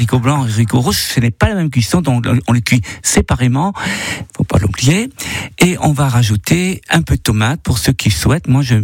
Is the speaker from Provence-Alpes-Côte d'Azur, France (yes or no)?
yes; Provence-Alpes-Côte d'Azur, France; chez nous en Provence